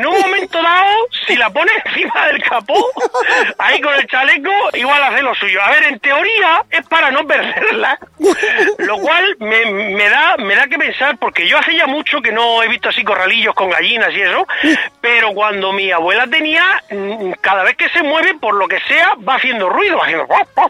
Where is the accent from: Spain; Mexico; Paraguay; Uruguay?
Spain; Digo yo eso siendo español de España con pedigrí